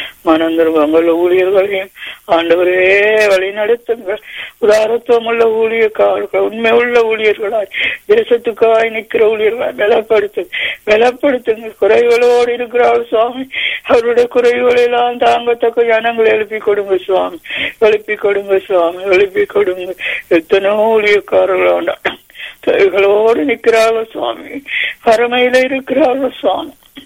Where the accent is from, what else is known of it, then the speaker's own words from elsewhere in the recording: Sri Lanka; எங்களுடைய தேசம், நாங்கள் பிறந்து வளர்ந்த தேசம் ஆண்டவர், எங்களை மூதாதையர் வாழ்ந்த தேசம்